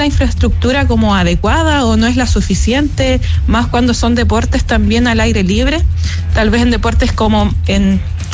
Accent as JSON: {"language": "Spanish", "town": "Castro", "region": "Los Lagos", "country": "Chile", "tie": "born or raised there", "said": "yo nací, me crié en Chiloé, y en Chiloé hace muy poco solo hay una pista. Yo soy de Castro"}